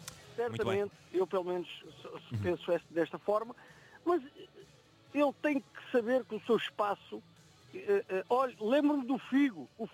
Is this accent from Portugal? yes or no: yes; Portugal; porque Portugal é Portugal e eu sou português e assim hei de morrer, que eu tenho 58 anos de idade